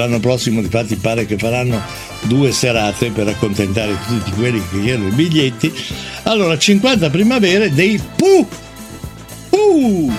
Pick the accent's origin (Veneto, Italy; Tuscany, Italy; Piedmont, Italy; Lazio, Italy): Lazio, Italy; Rome; born there; sono nata a Roma.